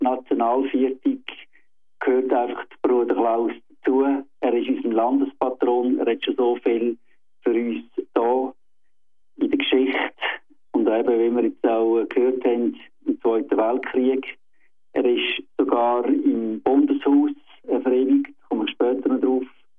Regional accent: Lucerne, Switzerland; Also ich bin in Luzern aufgewachsen und auch sehr gläubige Eltern gehabt.

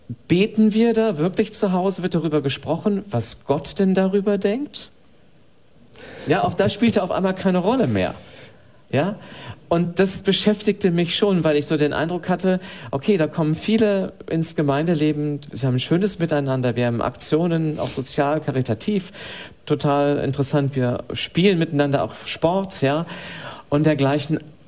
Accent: Bremen, Germany; ich bin in einem katholischen Elternhaus aufgewachsen. Ich bin in Bremen aufgewachsen und zwar, das ist ja bekanntermaßen eher protestantisch beziehungsweise jetzt höchst säkular geprägt heutzutage.

